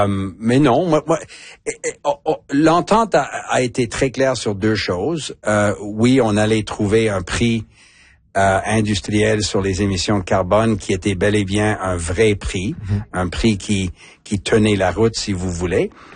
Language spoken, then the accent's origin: French; New Brunswick, Canada; moi, je viens des provinces de l'Atlantique, de l'Acadie, au Nouveau-Brunswick.